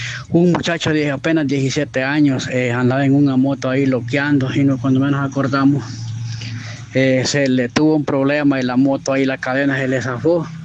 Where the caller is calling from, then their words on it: Yorito, Yoro, Honduras; aquí en el municipio de Llorito